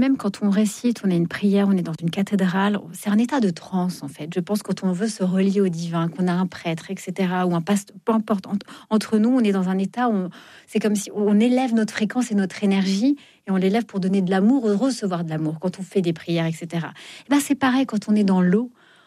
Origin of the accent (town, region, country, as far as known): Fontainebleau, Île-de-France, France; born or raised there